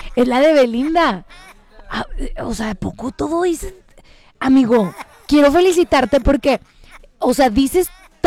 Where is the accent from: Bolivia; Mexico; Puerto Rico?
Puerto Rico; porque soy puertorriqueña, ya tú sabes.